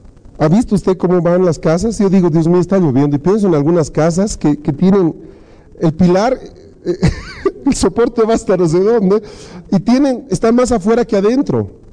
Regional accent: Bolivia; Somos bolivianos.

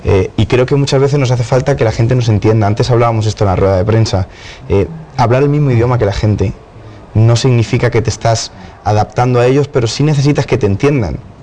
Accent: Spain; Y por ejemplo, en España lo que sucede es que la gente no te cree las palabras. Somos muy razonadores

